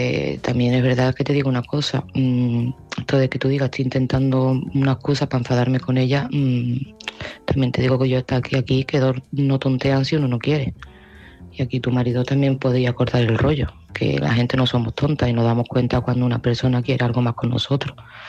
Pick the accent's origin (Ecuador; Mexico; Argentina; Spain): Spain; Seville, Andalusia